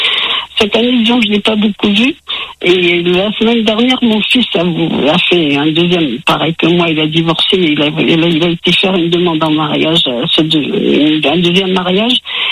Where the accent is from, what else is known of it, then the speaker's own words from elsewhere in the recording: Italy; que je reprenne mon nom de jeune fille, parce que je suis italienne